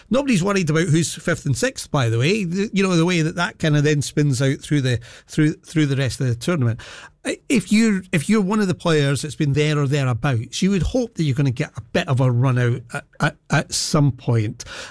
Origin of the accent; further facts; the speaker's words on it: Scotland, United Kingdom; now you'll appreciate the fact that, you know, I'm Scottish and we've been on this journey